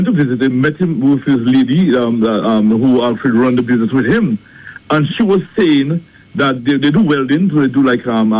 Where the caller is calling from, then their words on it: Martinique; I came back to Martinique. I'm calling you from Martinique.